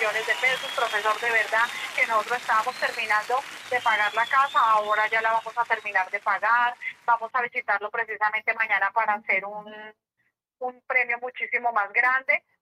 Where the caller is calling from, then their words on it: Chiquinquirá, Boyacá, Colombia; De Chiquinquirá